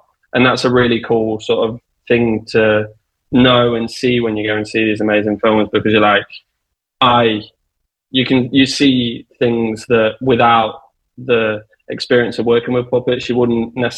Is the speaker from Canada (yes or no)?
no; Derby, East Midlands, United Kingdom; I'm from the Midlands, sort of around Derby area.